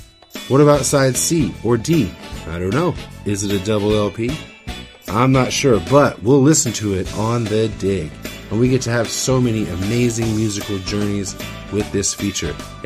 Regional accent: Humboldt County, California, United States; I grew up in Humboldt County

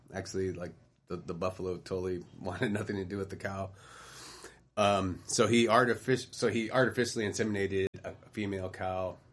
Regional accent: San Joaquin Valley, California, United States; I grew up in the San Joaquin Valley

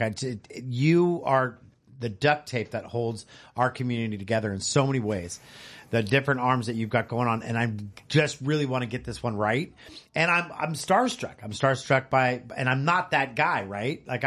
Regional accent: Bay Area, California, United States; now in Emerald Triangle, United States; I'm from the Bay Area

